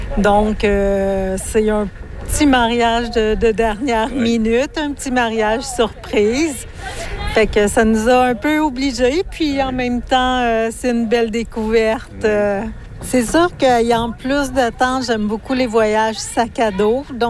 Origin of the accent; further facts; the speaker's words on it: Quebec, Canada; Je suis des Laurentides au Québec.